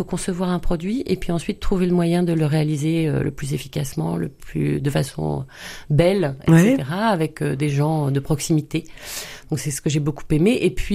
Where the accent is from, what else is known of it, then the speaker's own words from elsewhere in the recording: Rennes, Brittany, France; moved away as an adult; Je suis rennaise d'origine.